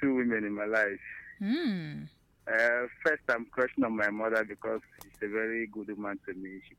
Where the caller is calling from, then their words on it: Ninth Mile, Enugu State, Nigeria; I'm calling from 9th Mile.